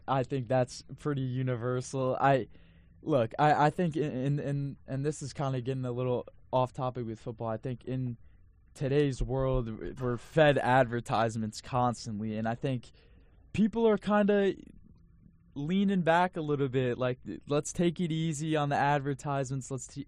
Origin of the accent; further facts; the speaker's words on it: Pennsylvania, United States; growing up in Pennsylvania